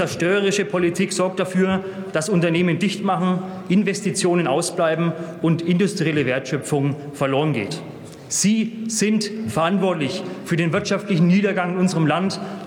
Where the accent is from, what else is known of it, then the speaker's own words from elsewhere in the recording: Zirndorf, Bavaria, Germany; Als Stadtrat meiner Heimatstadt Zirndorf kenne ich die Realität vor Ort, nicht aus irgendwelchen Ministeriumspapieren